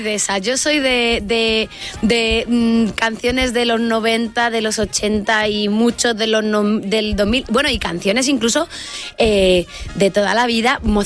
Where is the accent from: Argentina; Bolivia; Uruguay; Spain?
Spain; Castile and León; Mi pueblo está en Beganzones.